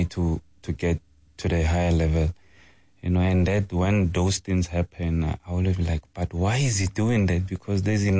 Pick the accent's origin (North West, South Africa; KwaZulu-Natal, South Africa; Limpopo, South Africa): Limpopo, South Africa; Rampahlele; I'm from Rampahlele, and you know, and where I grew up, it's always been about humility and loving each other and supporting each other.